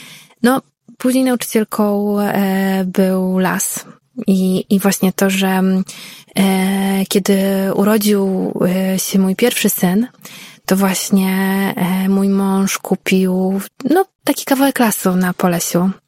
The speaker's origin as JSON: {"language": "Polish", "town": "Warsaw", "region": "Masovian Voivodeship", "country": "Poland", "tie": "born there", "said": "Ja się urodziłam w Warszawie i to miasto kocham i gdzieś czuję też, że to jest po prostu moje miasto."}